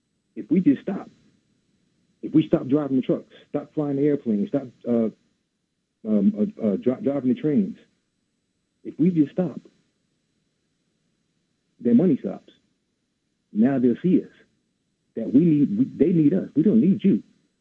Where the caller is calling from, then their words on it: Bloomfield, United States; calling from Bloomfield.